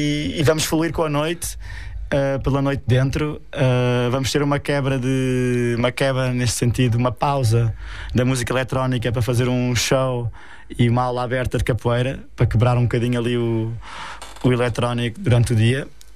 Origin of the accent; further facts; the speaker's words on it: Ericeira, Lisbon, Portugal; Eu nasci aqui na Ericeira.